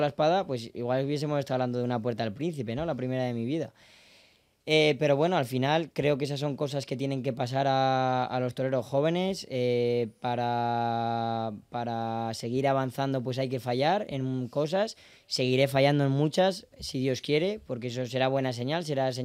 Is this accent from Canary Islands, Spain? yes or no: no; Aragon, Spain; En mi tierra he podido torear en un pueblo al lado del mío, en Ejea